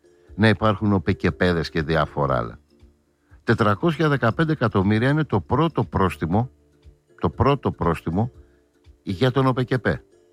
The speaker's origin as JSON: {"language": "Greek", "country": "Greece", "said": "ως Έλληνας πολίτης"}